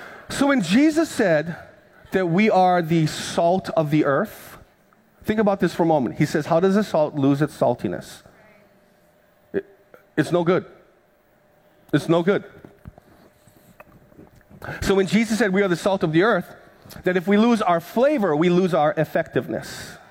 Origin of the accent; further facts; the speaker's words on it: Hawaii, United States; But back when I was growing up on the Big Island, my Filipino grandma, go to the ice box